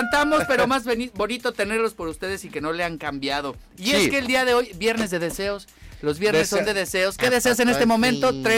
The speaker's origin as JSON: {"language": "Spanish", "country": "Mexico", "said": "Sí, sí, porque yo no soy de... Yo soy de México."}